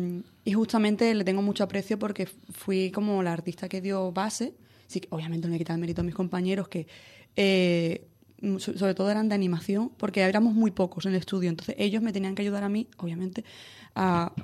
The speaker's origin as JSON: {"language": "Spanish", "town": "Cádiz", "region": "Andalusia", "country": "Spain", "also_born_or_lived": "Barcelona", "moved": "as an adult", "said": "yo tomé la decisión de volverme porque, lo mismo que Alicia y Javier, necesito estar en mi tierra y necesito tener la oportunidad de echar un poco raíces aquí, que yo me he llevado muchos años fuera."}